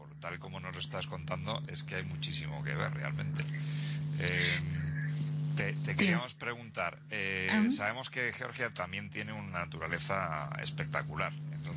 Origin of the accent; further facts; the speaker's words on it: Spain; Siendo español